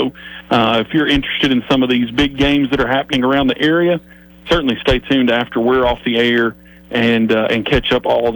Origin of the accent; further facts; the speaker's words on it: Florence, Alabama, United States; moved away; I grew up in Florence. I left for a while. We moved back in 2017